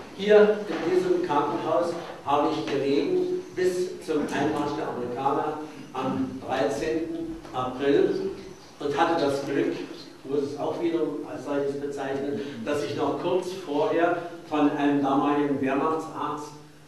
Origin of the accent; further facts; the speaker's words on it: Königsberg, East Prussia, Germany; moved away as an adult; Ich habe 1943 in Königsberg, meiner Heimatstadt, das Abitur gemacht, war auch noch an der Albertina-Universität bei der Stadt eingeschrieben